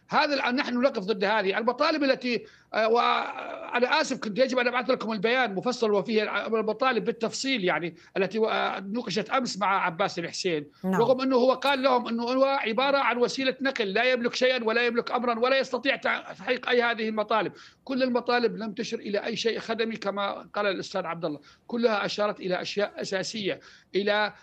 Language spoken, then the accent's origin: Arabic; Al-Hasakah Governorate, Syria; أنا من أبناء المنطقة المالكية، أبناء قريتي اللي تعمل منطقة المالكية أو ناحية العربية بشكل كامل